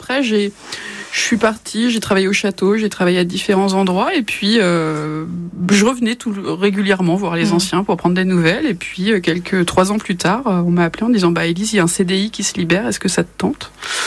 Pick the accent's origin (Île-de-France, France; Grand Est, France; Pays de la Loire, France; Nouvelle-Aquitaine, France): Pays de la Loire, France; Trélazé; moi je viens de Trélazé, dans le Maine-et-Loire.